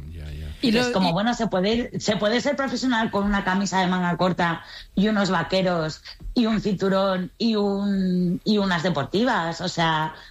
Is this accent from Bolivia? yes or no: no; Spain; Horterismo no lo veo tan hortera porque yo soy española